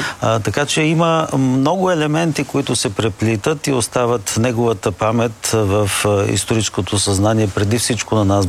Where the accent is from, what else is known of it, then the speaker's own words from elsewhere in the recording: Sofia, Sofia City, Bulgaria; Не само при Траяно и Врата, която ние като софиянци сме най-близко и най-добре знаем